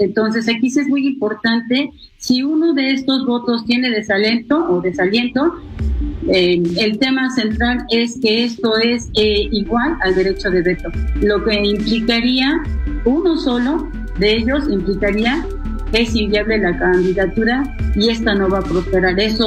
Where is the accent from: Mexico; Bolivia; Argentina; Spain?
Mexico; Lo diría desde nuestra óptica como pueblo mexicano, pues implicaría a nivel mundial la ruptura de este techo de cristal que mucho ha venido a trabajar nuestra nación